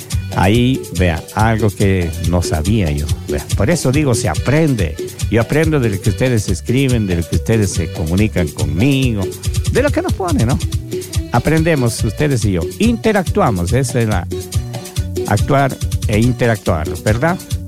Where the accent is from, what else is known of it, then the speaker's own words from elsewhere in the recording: Oña, Azuay, Ecuador; born there; moved away; En esta tierra nací yo. Y me siento orgulloso de haber sido de aquí y ser de aquí. Viva donde viva o haya vivido donde haya vivido. Que siempre he dicho, esta es mi tierra linda, el San Felipe de Oña.